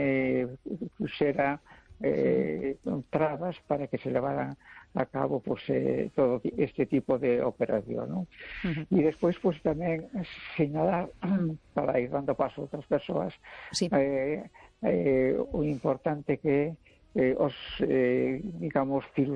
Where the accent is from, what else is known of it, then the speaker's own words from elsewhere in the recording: Galicia, Spain; hai que telo en conta e que importante para, bueno, pois para nós como galegos